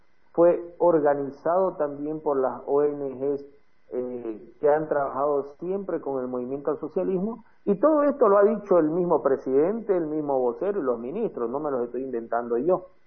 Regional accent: Bolivia; pese a que somos millones los bolivianos que la defendemos

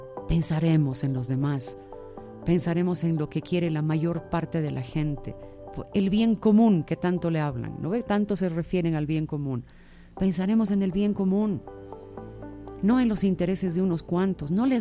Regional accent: Bolivia; now in La Paz, Bolivia

